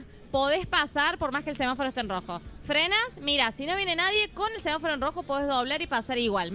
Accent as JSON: {"language": "Spanish", "country": "Argentina"}